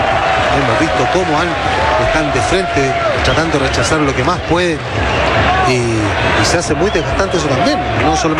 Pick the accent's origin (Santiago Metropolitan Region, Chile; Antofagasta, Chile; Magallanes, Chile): Santiago Metropolitan Region, Chile; Cerrillos; Yo soy de Cerrillo, entonces.